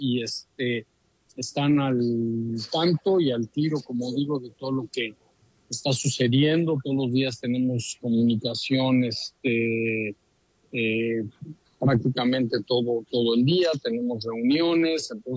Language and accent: Spanish; Mexico; yo creo que nosotros como mexicanos